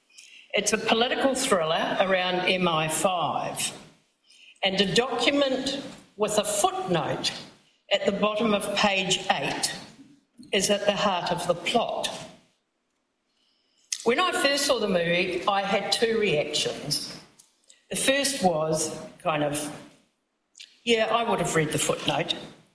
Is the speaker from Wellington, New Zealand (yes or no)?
no; Taupiri, Waikato, New Zealand; also born or lived in Ngāruawāhia; I was born in Ngārua Wahia, and I spent the first 14 years of my life in Taupiri. So Taupiri is my mountain, and Waikato is my awa.